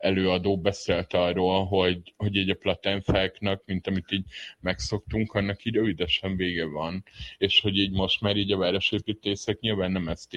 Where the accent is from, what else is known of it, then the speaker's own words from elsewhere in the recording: Southern Transdanubia, Hungary; az én gyerekkoromban még én a Dél-Dunántúlon nőttem fel